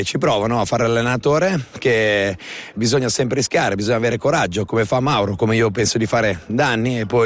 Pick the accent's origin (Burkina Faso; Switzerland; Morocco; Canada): Switzerland; Ticino; guarda quanto sarebbe bello se arriviamo noi secondi e i primi due allenatori sono ticinesi. Sarebbe veramente un bel orgoglio per il nostro cantone.